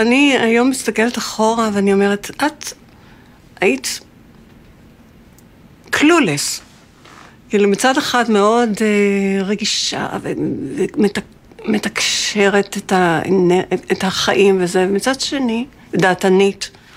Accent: Jerusalem, Jerusalem District, Israel; אני מירושלים, 1955, ינואר. אמא שלי באה מקנדה

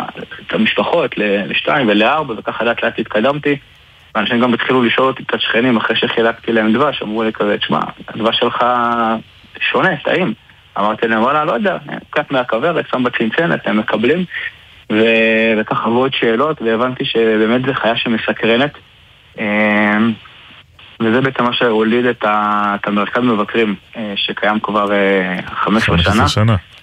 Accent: Beit Horon, West Bank, Palestine; אני גר בבית חורון. נולדתי פה, גדלתי פה, אני עדיין נמצא בבית חורון, מי שלא מכיר במועצה אזורית מטה בנימין.

